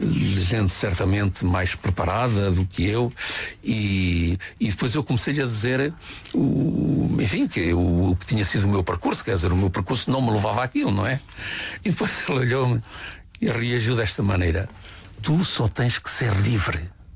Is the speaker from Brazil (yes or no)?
no; Centro, Portugal; eu venho de uma zona que fica no centro do país, a minha terra natal é uma aldeia